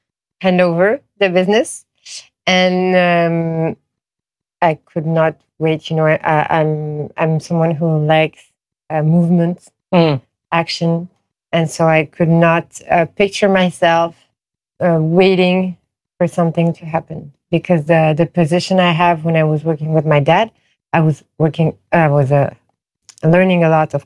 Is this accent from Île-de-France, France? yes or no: yes; Paris, Île-de-France, France; and I was born and raised in Paris, so I think for a lot of other Parisians too